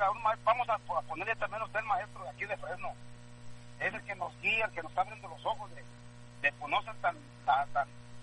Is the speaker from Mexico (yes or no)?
yes; Mexico; born there; moved away; nací en México